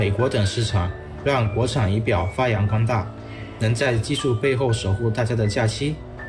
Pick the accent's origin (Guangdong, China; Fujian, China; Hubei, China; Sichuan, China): Fujian, China; Fuzhou; 我来自福州，是一名自动化设备技术支持工程师。